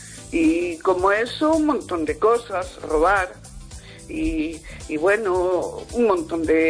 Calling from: Vigo, Galicia, Spain; de Vigo, gracias.

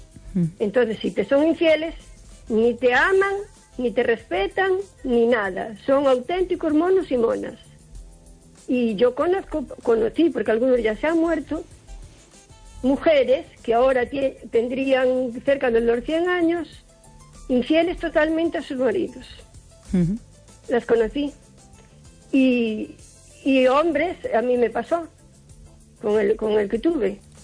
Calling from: O Carballiño, Galicia, Spain; de Carballiño.

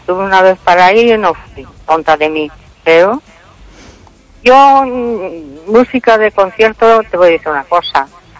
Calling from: Vigo, Galicia, Spain

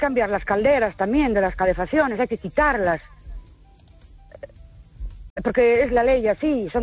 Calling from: Ourense, Galicia, Spain; de Ourense.

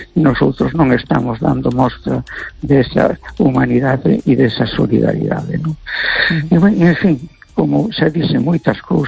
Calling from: Spain

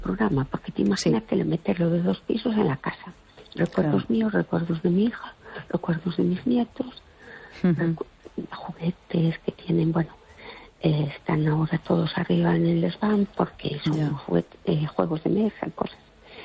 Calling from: Fene, Galicia, Spain; Y oyentes

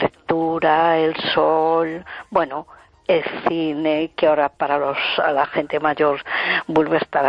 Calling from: A Coruña, Galicia, Spain; de Coruña.

